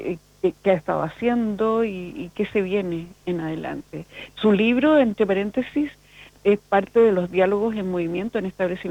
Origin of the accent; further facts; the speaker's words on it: Panguipulli, Los Ríos, Chile; representar a mi pueblo, a mi comuna, Panguipulli.